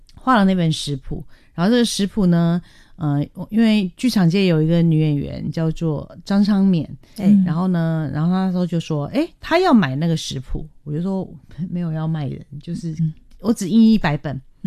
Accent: Taiwan; also born or lived in Myanmar; 我其实是缅甸出生的华人，然后我2岁的时候来到台湾，然后家人也陆续过来，然后我们家人有缅甸的、泰国的都有。

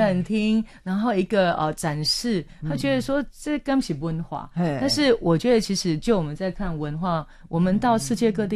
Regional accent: Taiwan; 是看到我来自台湾

